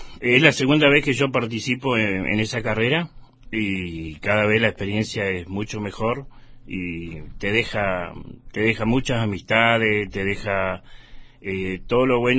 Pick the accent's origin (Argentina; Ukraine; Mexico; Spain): Argentina; Río Mayo, Chubut; y salir a representar a mi pueblo, que yo nací acá, mis 50 años tengo mi madre acá